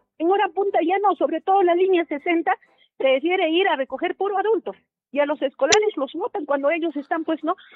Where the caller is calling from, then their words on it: Puno, Peru; estoy llamando de Aldo Puno.